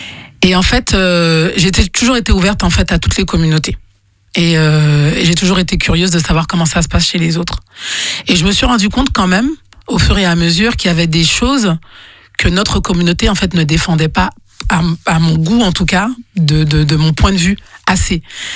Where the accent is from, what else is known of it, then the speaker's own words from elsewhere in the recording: Guadeloupe, France; je suis guadeloupéenne et j'ai quand même si c'est tout petit sur le planisphère, ben... J'en suis extrêmement fière.